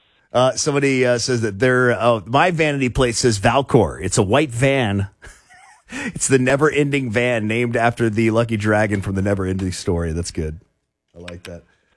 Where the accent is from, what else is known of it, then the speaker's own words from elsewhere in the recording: Florida, United States; I'm from Florida, and we would have one like that down there.